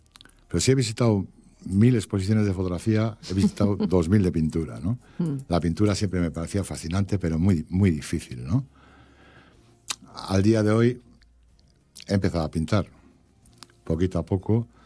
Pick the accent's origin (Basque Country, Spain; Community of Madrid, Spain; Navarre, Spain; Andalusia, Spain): Basque Country, Spain; Bilbao; now in Asturias, Spain; soy de Bilbao, pero llevo muchos años en Asturias por temas familiares y tal, ¿no?